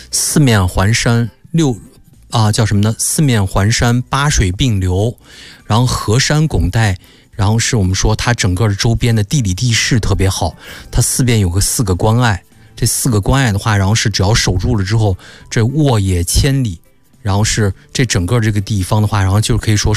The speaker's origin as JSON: {"language": "Chinese", "region": "Beijing", "country": "China", "said": "我们北京人"}